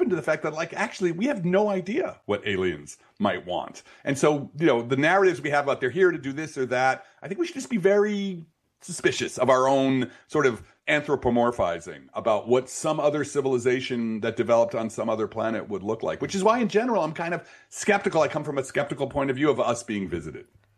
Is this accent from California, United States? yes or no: no; Belleville, New Jersey, United States